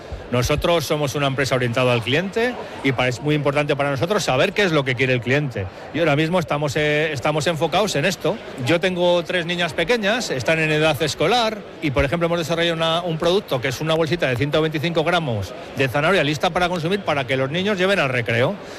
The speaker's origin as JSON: {"language": "Spanish", "town": "Cuéllar", "region": "Castile and León", "country": "Spain", "said": "Yo soy de Cuéllar, me considero cuellarano, segoviano, de Castilla y León y español."}